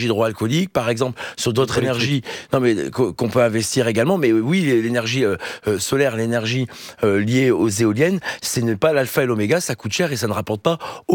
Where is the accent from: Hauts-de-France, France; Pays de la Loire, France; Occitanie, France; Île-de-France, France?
Hauts-de-France, France; moi je suis du Nord, donc Gravelines à Dunkerque, je sais très bien comment est positionnée et fonctionne cette centrale nucléaire